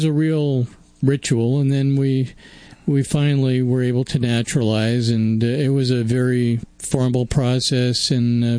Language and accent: English; Weyburn, Saskatchewan, Canada; In fact, where I grew up, I grew up in Weyburn, Saskatchewan.